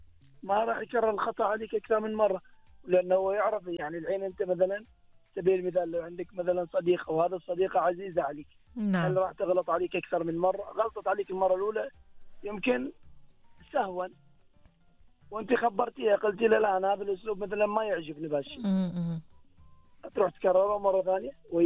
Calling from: Nizwa, Ad Dakhiliyah, Oman

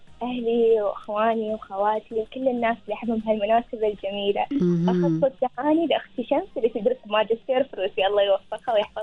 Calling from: Muscat, Muscat Governorate, Oman

